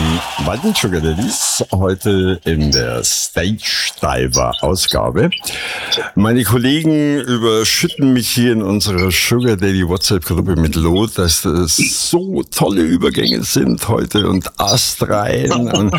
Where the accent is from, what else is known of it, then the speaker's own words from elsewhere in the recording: Munich, Bavaria, Germany; Die muss man einfach als Münchner live gesehen haben